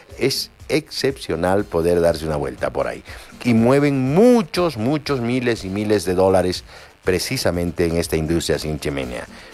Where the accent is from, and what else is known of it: Bolivia